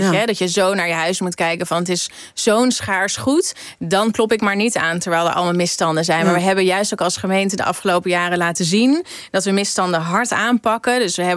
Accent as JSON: {"language": "Dutch", "town": "Amsterdam", "region": "North Holland", "country": "Netherlands", "said": "Want hoe krijgen wij als Amsterdammers weer meer macht over die woningmarkt?"}